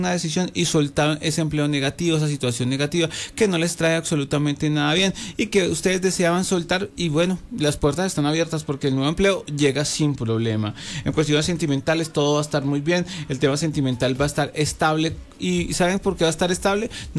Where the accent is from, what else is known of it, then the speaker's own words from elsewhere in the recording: Colombia; tenemos más fuerte nuestra oración como colombianos